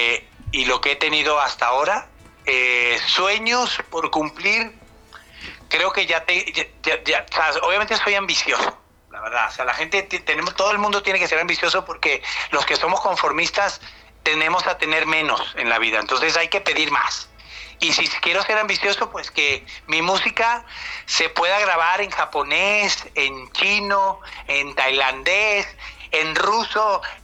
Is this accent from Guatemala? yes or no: no; Venezuela; born there; moved away; also born or lived in Mexico; nací en Venezuela, soy venezolano de nacimiento, pues vamos, mi tierra es y será siempre mi tierra.